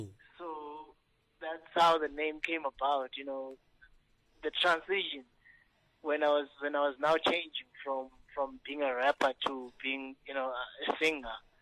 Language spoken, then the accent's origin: English; Sigisigi, Eastern Cape, South Africa; by the way, I'm from the Sigisigi, a small town in Eastern Cape.